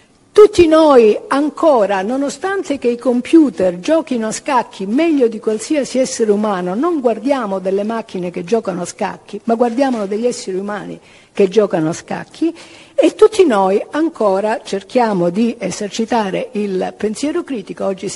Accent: Calabria, Italy; Ora, siccome io, come quelli di voi che mi conoscono, sono calabrese

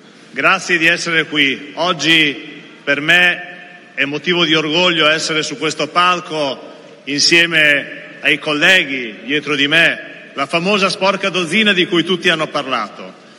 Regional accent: Emilia-Romagna, Italy; also born or lived in Modena / Ferrara; Io ve lo dico da emiliano, vengo da Modena e vengo da Ferrara

